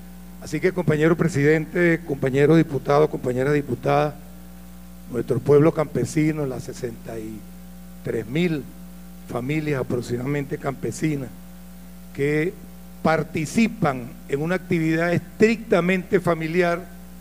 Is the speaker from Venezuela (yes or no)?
yes; Venezuela; este café que nos identifica como venezolanos.